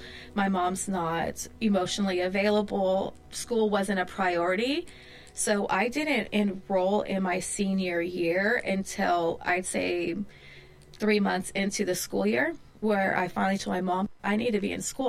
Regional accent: Hayward, California, United States; I grew up in the Bay Area. I'm from Hayward. I think I've lived in every inch of Hayward that you could think of.

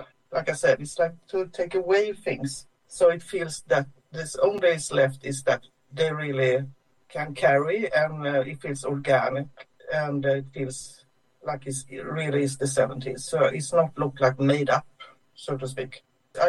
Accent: Gothenburg, Västra Götaland, Sweden; especially because the story is actually happened in my hometown, Gothenburg.

